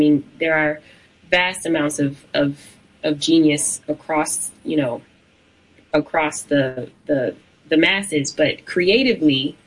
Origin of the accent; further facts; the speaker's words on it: Baltimore, Maryland, United States; when I first said I was from Baltimore